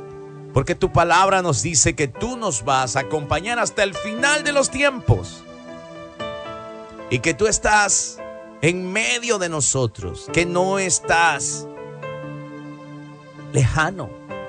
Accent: Ecuador; Vivi, Dios le bendiga, somos de Ecuador.

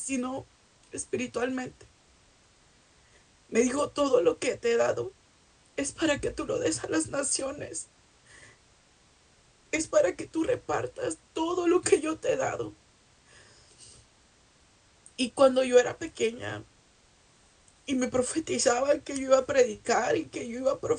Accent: Mexico; now in United States; Yo soy mexicana.

